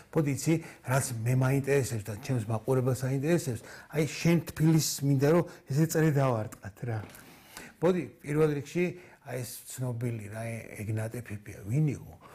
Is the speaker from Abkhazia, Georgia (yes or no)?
no; Tbilisi, Georgia; ვიმყოფები ჯერ სადაც დავიბადე და გავიზარდე ფიქრის გორაზე.